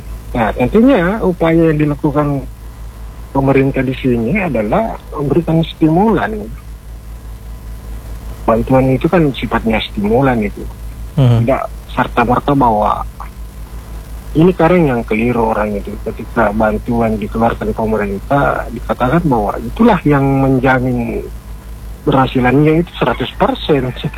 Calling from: Parepare, South Sulawesi, Indonesia; Parepare.

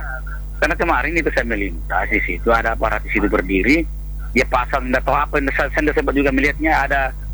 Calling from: Pinrang, South Sulawesi, Indonesia; Ya, masih di Pengaporan Lembang Pindrang.

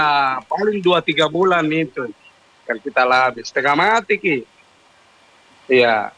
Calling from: South Sulawesi, Indonesia; kita orang Sulsel

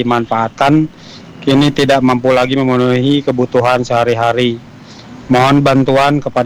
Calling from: West Java, Indonesia; warga desa Karangmulya, Kecamatan Padaherang, Kabupaten Pangandaran.

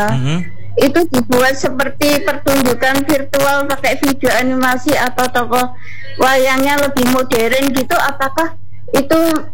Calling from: Surakarta, Central Java, Indonesia; di Surakarta.

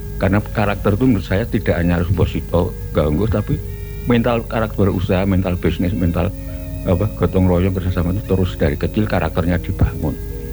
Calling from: Wonosari, Special Region of Yogyakarta, Indonesia; saking Wonosari Gunung Kidul.

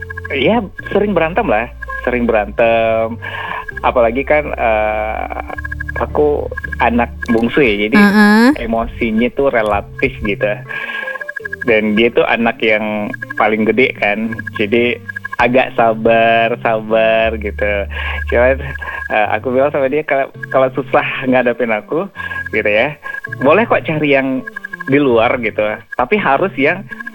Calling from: West Sumatra, Indonesia; kita orang Minang ini

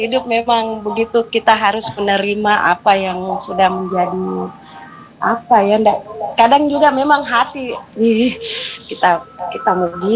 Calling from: South Sulawesi, Indonesia; Apalagi kalau kita Bugis Makassar.

